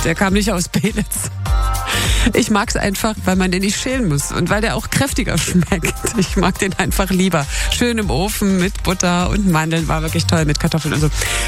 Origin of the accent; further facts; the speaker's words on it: Brandenburg, Germany; ich gestehe, ich habe mein Heimatland verraten. Brandenburg.